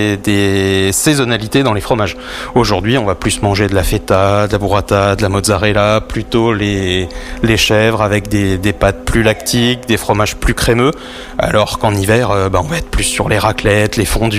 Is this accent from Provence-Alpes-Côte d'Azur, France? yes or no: no; Saint-Pourçain-sur-Sioule, Auvergne-Rhône-Alpes, France; Je suis originaire de Saint-Pourçain, j'ai vu le vignoble Saint-Pourcinois se développer